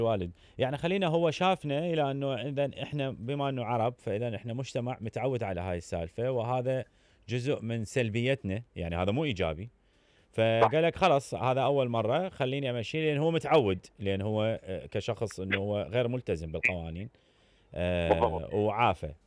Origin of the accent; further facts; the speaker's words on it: Iraq; لان انا عراقي وامثل جزء من المجتمع العراقي